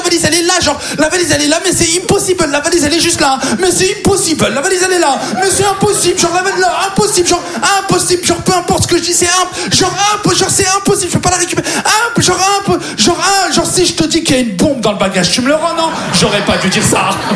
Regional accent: France; Et là, je raccroche, je lui dis, je suis français.

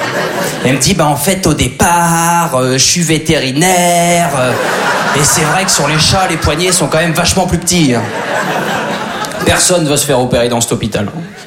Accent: Normandy, France; Alors moi, je suis originaire de Basse-Normandie.

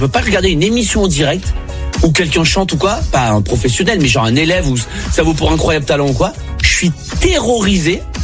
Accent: Provence-Alpes-Côte d'Azur, France; Moi, je suis des Hautes-Alpes. Le passage de la caravane du Tour, c'était un truc qui nous marquait tous les ans.

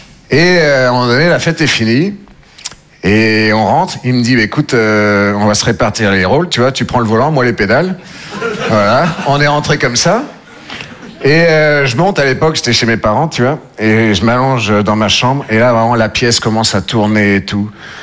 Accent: Nouvelle-Aquitaine, France

